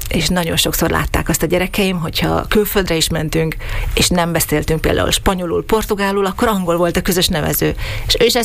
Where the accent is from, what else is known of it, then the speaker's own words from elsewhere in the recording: Komárno, Nitra Region, Slovakia; moved away as an adult; now in Vienna, Austria; Én Révkomáromból származom, a férjem is ott született, és már fiatal házasokként vándoroltunk ki kvázi Bécsben